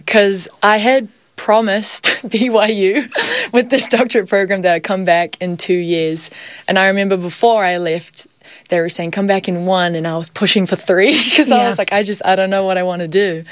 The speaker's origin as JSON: {"language": "English", "town": "Hamilton", "region": "Waikato", "country": "New Zealand", "tie": "born or raised there", "said": "We played in Hamilton, my hometown."}